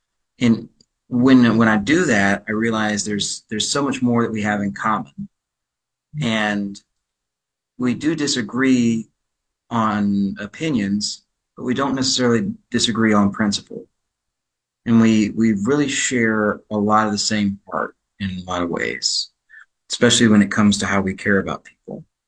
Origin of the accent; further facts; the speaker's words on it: Louisiana, United States; And I was originated from Louisiana, and we spoke two different languages, and we had pretty much the same sense of humor.